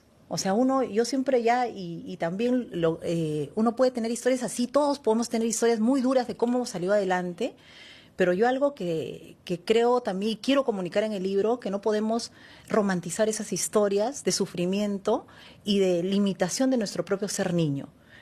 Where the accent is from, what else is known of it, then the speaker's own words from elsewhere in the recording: Ancash, Peru; Yo vengo de una familia de La Puna, ¿no?, de 4.000 metros de altura, gente dedicada a la agricultura, de abuelitos que, como mucha gente que está ahorita que no fue a la escuela nunca, mis papás hicieron cuarto de primaria, ¿no?